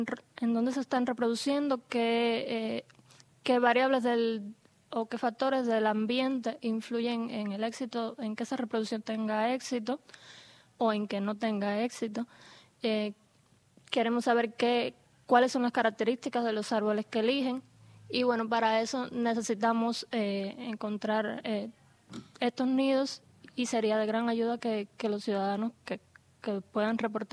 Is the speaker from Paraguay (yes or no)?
no; Cuba; now in Jujuy, Argentina; Yo soy cubana, estoy acá en Jujuy hace algo más de un año con una beca doctoral del CONICET, estudiando esta especie tan bonita.